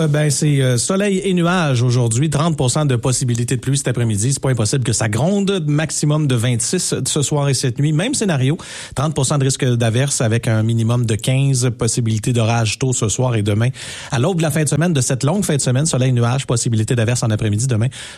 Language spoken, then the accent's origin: French; Saint-Ignace-de-Loyola, Quebec, Canada; Mon patelin, j'ai grandi là. Saint-Ignace de Loyola.